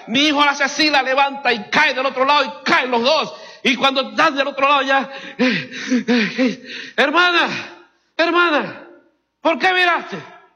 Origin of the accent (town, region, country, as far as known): Cuba; now in Miami, United States